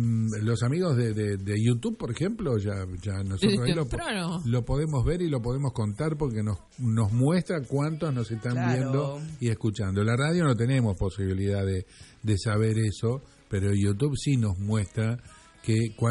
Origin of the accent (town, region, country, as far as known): Argentina